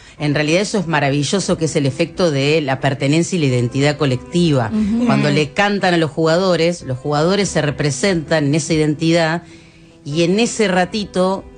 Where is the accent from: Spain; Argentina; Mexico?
Argentina; Soy argentino y pertenezco a esta gente.